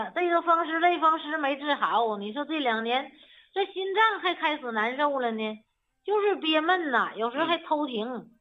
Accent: Northeast China, China; 就是按我们东北那土话咋说，就是说筋疼的那种

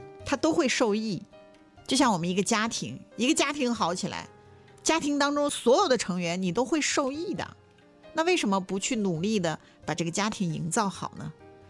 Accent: Dalian, Liaoning, China; 这就是我们大连人的气质，这就是我们大连人爱球的气质，

